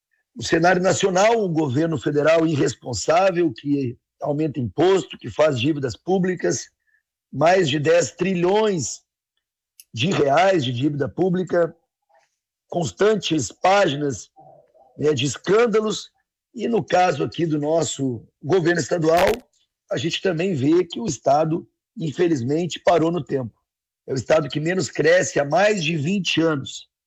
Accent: Caxias do Sul, Rio Grande do Sul, Brazil; also born or lived in Alegrete; Nasci no Alegrete, mas a minha família toda da Serra Gaúcha, minha mãe de Bento Gonçalves, meu saudoso pai de Caxias, Farroupilha. Então, a minha infância toda foi aí junto com a minha querida Caxias do Sul também.

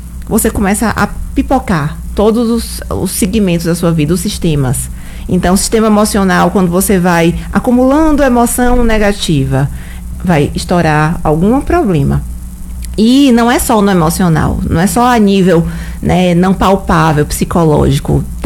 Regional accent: Bahia, Brazil; eu sou do interior da Bahia, lá tinha uma academia. Hoje tem mais de 50 academias numa cidade pequena.

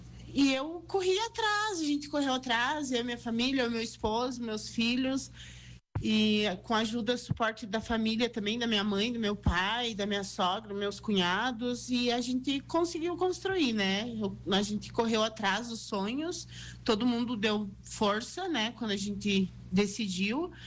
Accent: Soledade, Rio Grande do Sul, Brazil; also born or lived in Marques de Souza / Tocantins; Sim, eu sou de Soledade. Sou natural, na verdade, de Marques de Souza, mas sempre fui criada aqui em Soledade. Fui embora uma época para o Tocantins e voltei aos 14 anos e sempre residi dali para frente aqui em Soledade.

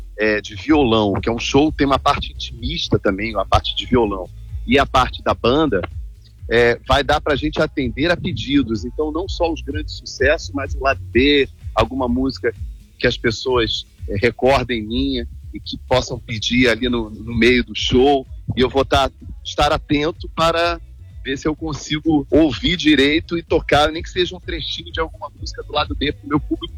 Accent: Rio de Janeiro, Brazil; Por sinal, eu estou aqui com ela em Salvador agora, eu sou do Rio

